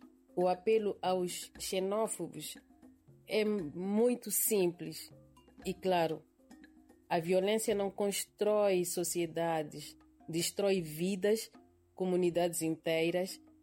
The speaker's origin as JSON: {"language": "Portuguese", "country": "Mozambique", "moved": "yes", "lives_now": "France", "said": "Como moçambicana na diáspora"}